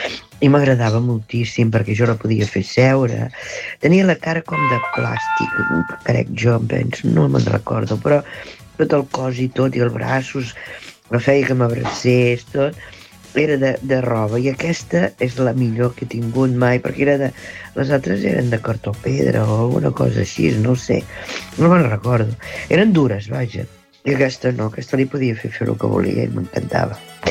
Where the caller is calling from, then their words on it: Palafrugell, Catalonia, Spain; I de Palafrugell.